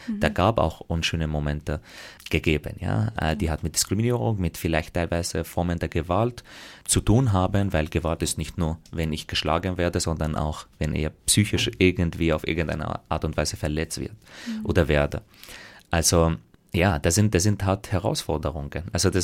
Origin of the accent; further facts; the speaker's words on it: Graz, Styria, Austria; ich dann versucht habe zu sagen, ich komme aus Graz, wenn ich wo unterwegs war, dann war gleich die Frage, wo ich so wirklich her